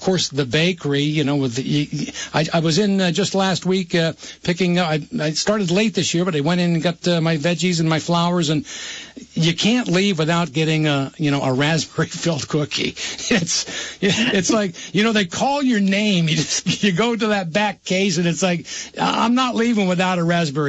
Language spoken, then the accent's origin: English; Burlington, Vermont, United States; And, you know, I grew up in Burlington